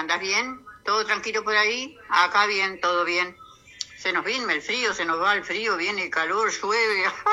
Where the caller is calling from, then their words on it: Vergara, Treinta y Tres, Uruguay; Soy mi simpatía de Vergara.